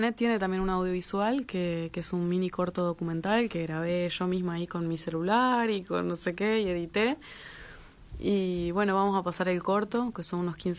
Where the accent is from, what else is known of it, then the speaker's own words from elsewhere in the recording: Maldonado, Uruguay; yo soy de Maldonado y fui con el liceo cuando era...